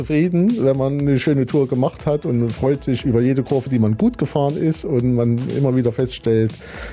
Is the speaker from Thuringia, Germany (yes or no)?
yes; Thuringia, Germany; Also für mich als Thüringer gibt es natürlich nichts Schöneres, wie im Thüringer Wald Motorrad zu fahren.